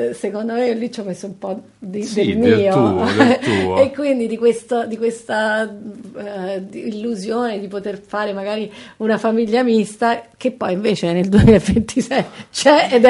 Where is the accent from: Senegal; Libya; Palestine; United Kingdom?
Libya; Tripoli, Tripoli District; Che sembra chissà da dove veniamo, ma veniamo tutti dalla Hara